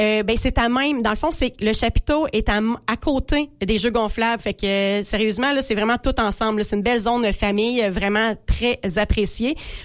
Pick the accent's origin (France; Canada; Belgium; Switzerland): Canada; Quebec; Puis c'est chez nous, en Beauce, à Saint-Honoré-de-Chenelay.